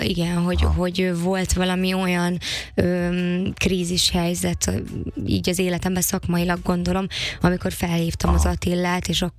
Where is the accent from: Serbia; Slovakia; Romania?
Slovakia; Felvidék; moved away as an adult; now in Budapest, Hungary; én Felvidékről jöttem, igaz, hogy egy színészi családból